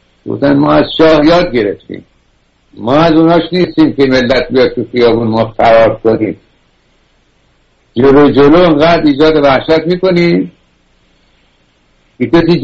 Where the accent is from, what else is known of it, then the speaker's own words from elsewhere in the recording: Iran; ما که ایرانی هستیم، تنان دوزار و فلان قد مدنیت داریم، پس چرا ما ذلیل شدیم، کشورمون از دست دادیم؟